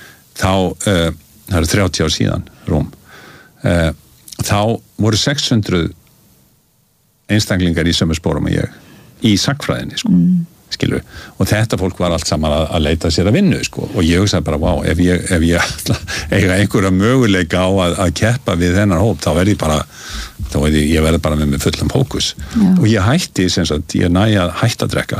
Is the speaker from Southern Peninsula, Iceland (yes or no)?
no; Reykjavík, Capital Region, Iceland; Þú veist, ég alinn upp í Vesturbænum, bara hjá millistéttarfjölskyldu, foreldrar mínir afskaplega lágstemmt fólk, faðir mér var atvinnurekandi